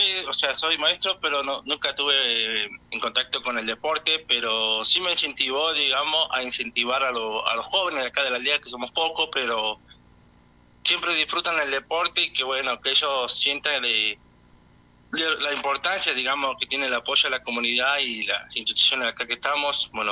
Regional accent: Santiago del Estero, Argentina; accent: northern; moved away as an adult; now in Yala Laubat, Argentina; yo estoy acá en la zona de la meseta, bueno, soy de Santiago del Estero, ya me saco la tonada. Estoy acá en Yala Laubat hace 2 años.

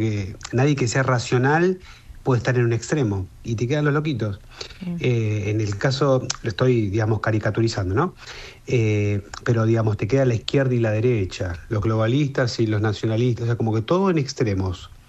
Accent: Argentina; siempre desde el prejuicio, si querés, de la argentinidad

